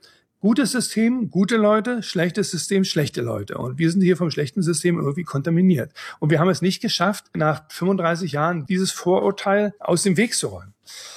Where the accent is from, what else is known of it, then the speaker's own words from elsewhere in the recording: Germany; now in Dresden, Germany; Ich bin in der Nähe von Berlin aufgewachsen.